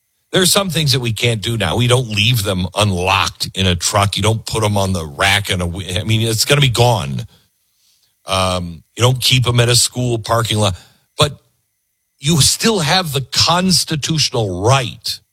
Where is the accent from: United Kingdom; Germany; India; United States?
United States; Mount Vernon, Washington; I grew up in Mount Vernon, Washington, about, I don't know, 70 miles north of Seattle.